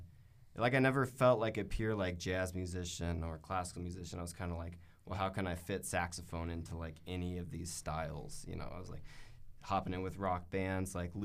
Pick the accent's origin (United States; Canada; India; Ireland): United States; California; moved away as an adult; now in Colorado, United States; I grew up in Northern California.